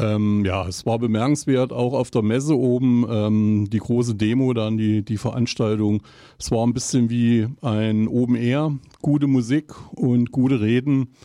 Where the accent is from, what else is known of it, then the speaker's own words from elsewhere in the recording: Eisenach, Thuringia, Germany; ich komme aus Eisenach.